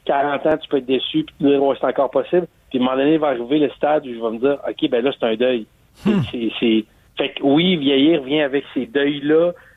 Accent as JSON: {"language": "French", "town": "Quebec City", "region": "Quebec", "country": "Canada", "said": "Je viens de Québec, j'ai vu des spectacles-là."}